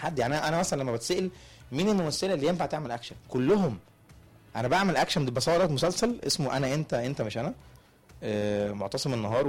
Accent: Egypt; عندنا في مصر

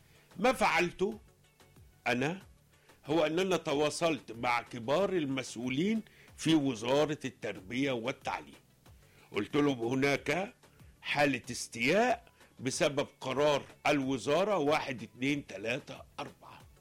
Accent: Egypt; إحنا كأسرة مصرية

